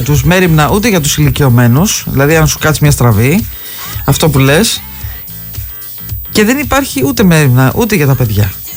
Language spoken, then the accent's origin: Greek; Greece; Δεν χαίρομαι σαν Ελληνίδα